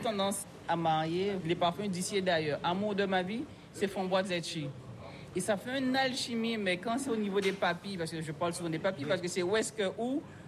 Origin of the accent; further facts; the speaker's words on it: Guadeloupe; Moi, en tant que Guadeloupéenne, c'est les couleurs.